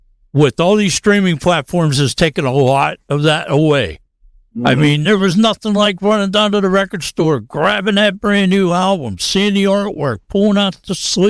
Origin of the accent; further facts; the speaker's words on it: California, United States; I grew up in California during the 80s hair metal explosion.